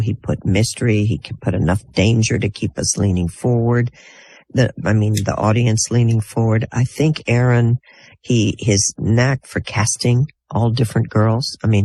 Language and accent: English; Texas, United States; You know, I'm from Texas. You sign a contract, you stick it through.